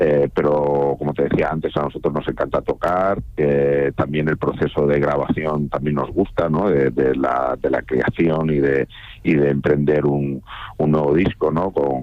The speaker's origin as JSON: {"language": "Spanish", "town": "Murcia", "region": "Region of Murcia", "country": "Spain", "said": "pero Edu y yo, que yo soy de Murcia y Edu de Zaragoza, pues también hemos pasado muchas veces, ¿no?"}